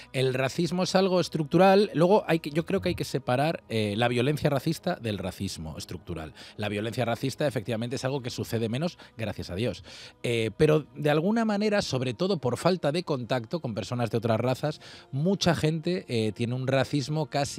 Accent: Galicia, Spain; now in Madrid, Spain; Estoy muy orgulloso de ser gallego y de mi tierra. Me gusta mucho. Yo paso los veranos en Galicia, tengo a mi familia allí, a todos mis hermanos, mi madre, mis sobrinos.

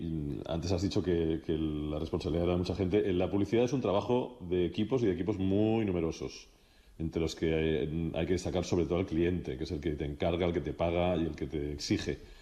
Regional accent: Barcelona, Catalonia, Spain; nací en Las Corts, enfrente del Corte Inglés Diagonal y cerca del campo del Barça, muy a mi pesar. Y he vivido toda mi vida y he estudiado toda mi vida y sigo viviendo en Sarriá.

